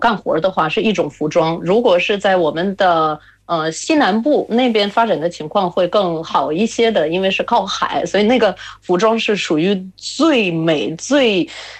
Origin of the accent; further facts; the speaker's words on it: Latvia; Chinese is a second language; moved away; 在我家乡可能情况也是一模一样的。我知道我们的家乡的那种传统服饰。